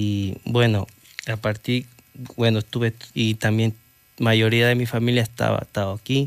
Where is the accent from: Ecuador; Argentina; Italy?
Ecuador; moved away as an adult; Es muy bonita y claro, de todo, me acuerdo de mi país, de mi tierra.